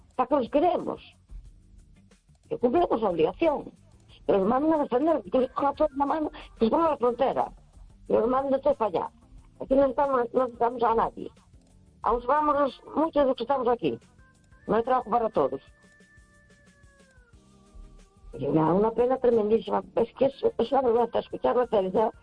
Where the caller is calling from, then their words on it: A Coruña, Galicia, Spain; de Coruña.